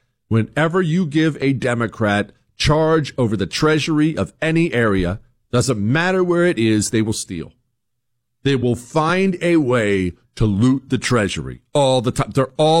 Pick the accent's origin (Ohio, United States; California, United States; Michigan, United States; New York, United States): Ohio, United States; Toronto; also born or lived in Steubenville; I was born in Steubenville, Ohio. It's a town, unless you're from Ohio, you probably haven't heard of it, but Steubenville, Ohio, southeast Ohio, right? I did not live there. We lived in a teeny tiny town called Toronto, Ohio.